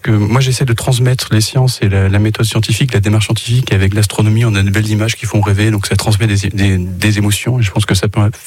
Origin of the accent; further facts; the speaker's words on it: Brittany, France; now in Côte d'Azur, France; Donc oui, évidemment, je suis breton.